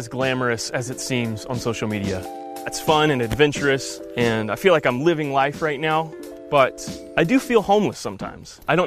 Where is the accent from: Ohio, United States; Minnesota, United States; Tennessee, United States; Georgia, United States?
Georgia, United States; Augusta; moved away as an adult; also born or lived in Orlando, Florida / Atlanta, Georgia; I'm originally from Augusta, Georgia. I grew up there, and then I moved off to college to Orlando, Florida to go to film school. And then from there, I started working in Atlanta in the film industry.